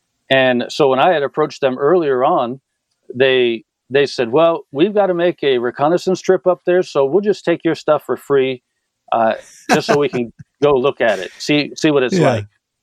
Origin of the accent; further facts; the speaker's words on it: San Diego, California, United States; moved away; I'm from San Diego, from a big city.